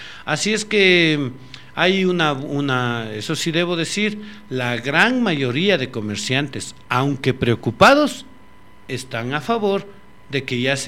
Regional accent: Riobamba, Chimborazo, Ecuador; Nosotros que somos de aquí de Riobamba, nosotros que vivimos en Riobamba

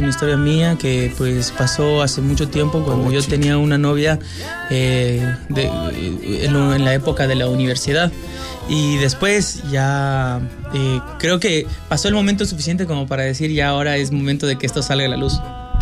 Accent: Quito, Pichincha, Ecuador; Yo soy de Pichincha.

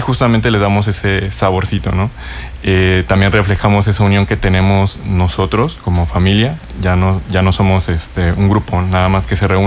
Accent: Veracruz, Mexico; now in Cancún, Mexico; Yo soy de Veracruz.

